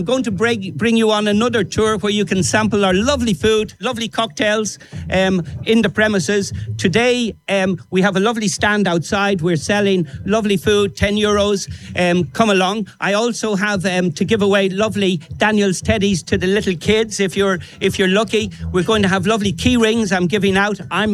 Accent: Dublin, Leinster, Ireland; now in Killala, Ireland; I'm from Dublin.

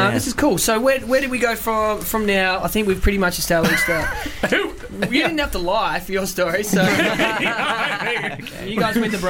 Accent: Australia; I'm Australian.

